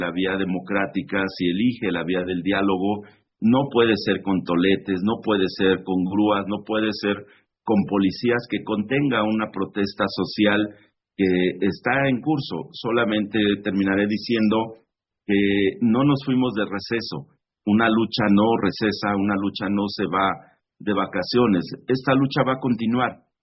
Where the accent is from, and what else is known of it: Mexico